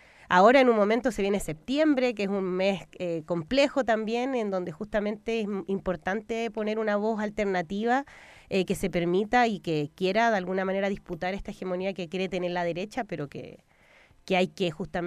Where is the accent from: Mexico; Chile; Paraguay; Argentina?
Chile